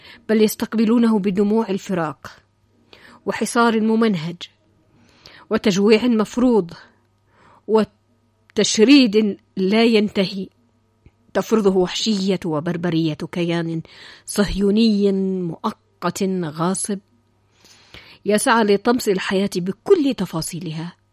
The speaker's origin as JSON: {"language": "Arabic", "country": "Yemen", "said": "وفي غمرة هذه التضحيات العظيمة نحن كشعب يمني نبعث بأصدق دعواتنا"}